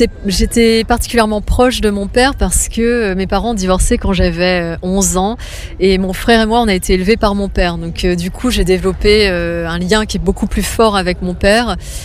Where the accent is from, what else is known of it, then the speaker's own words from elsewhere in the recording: Hauts-de-France, France; born there; Il a ramené en France. Je suis née en Picardie. C'est très exotique.